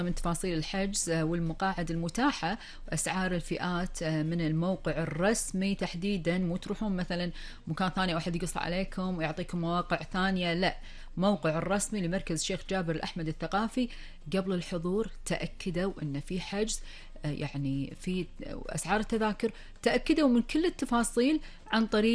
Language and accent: Arabic; Kuwait; تراثنا الغنائي في ديرتنا الحبيبة الكويت.